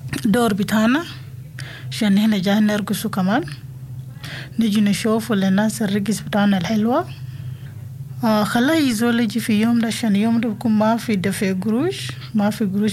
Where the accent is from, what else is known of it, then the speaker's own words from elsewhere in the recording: South Sudan; now in Alice Springs, Australia; I'm from South Sudan. I lived in Batu Alice Spring for 2 years now.